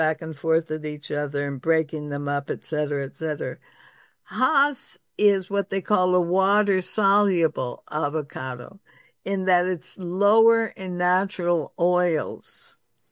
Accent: California, United States; avocados are something I'm intimately familiar with because I was brought up in California in an area that had been an avocado orchard.

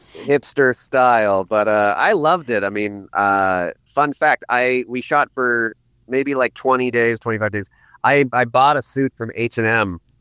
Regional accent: Eugene, Oregon, United States; now in Portland, United States; And growing up in Eugene, Oregon

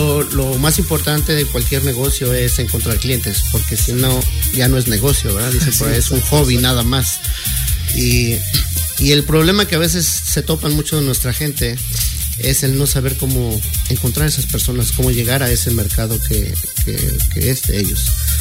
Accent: Mexico; first language Spanish; now in United States; Yo nací en México, crecí en México, mi primer idioma es México.

